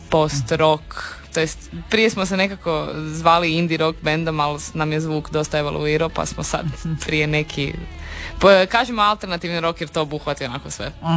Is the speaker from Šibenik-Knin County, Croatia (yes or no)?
yes; Šibenik, Šibenik-Knin County, Croatia; dolazimo iz Šibenika, sviramo sad već nekih 4 godina.